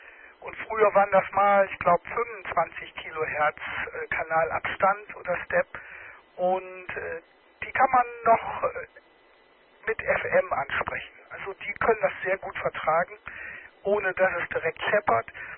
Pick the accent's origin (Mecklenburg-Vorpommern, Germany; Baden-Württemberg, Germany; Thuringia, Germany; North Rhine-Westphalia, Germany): North Rhine-Westphalia, Germany; Dortmund; Ich bin Dortmunder